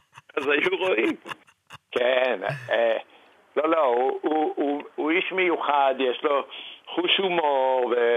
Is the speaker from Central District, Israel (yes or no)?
yes; Netanya, Central District, Israel; born or raised there